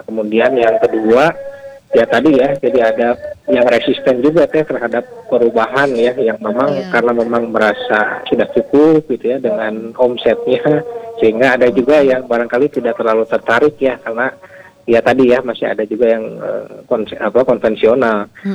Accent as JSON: {"language": "Indonesian", "town": "Bandung", "region": "West Java", "country": "Indonesia", "said": "Kadang-kadang kita orang Bandungnya sendiri malah ketinggalan gitu"}